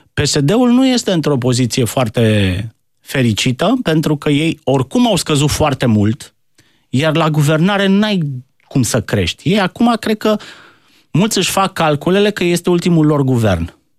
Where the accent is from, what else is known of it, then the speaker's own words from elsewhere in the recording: Romania; Sunt români. Sunt români. Noi nu prea avem coeziune de grup.